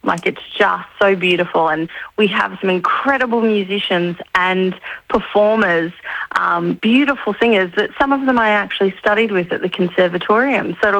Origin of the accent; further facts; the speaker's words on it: Bundaberg, Queensland, Australia; I'm a girl from Bundy who both my albums have gone to number one on the classical crossover charts